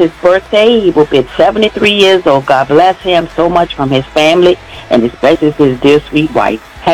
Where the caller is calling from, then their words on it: Randallstown, Maryland, United States; Yes, good morning. … I'm calling for Baltimore Maroon in Randallstown.